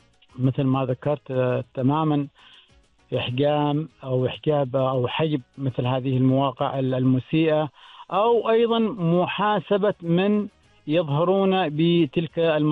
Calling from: Oman; إذا تكلمنا إحنا كعماني وكمسلم

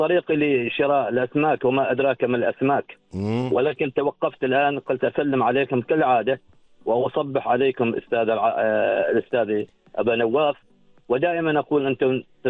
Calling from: Oman; وإذا قالوا عنا سياد يعني كعمانيين، نعم ما زلنا نحن سياد

